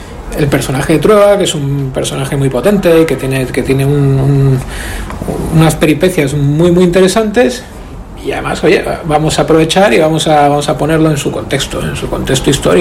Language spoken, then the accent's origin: Spanish; Torrelavega, Cantabria, Spain; born there; yo que soy de Torrelavega, que nací aquí